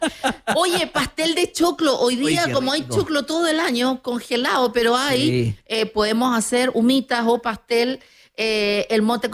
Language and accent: Spanish; Curacaví, Santiago Metropolitan Region, Chile; moved away; antes mi infancia fue en Curacaví